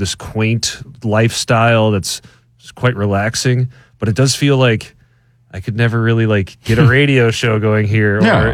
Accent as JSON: {"language": "English", "country": "United States", "said": "Being in America and from America."}